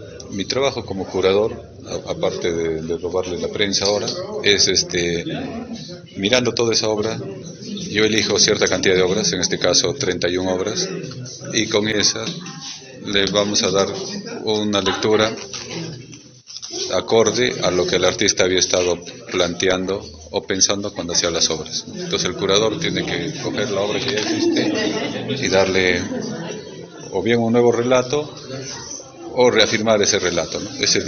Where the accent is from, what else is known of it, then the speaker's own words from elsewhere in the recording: Peru; nosotros como peruanos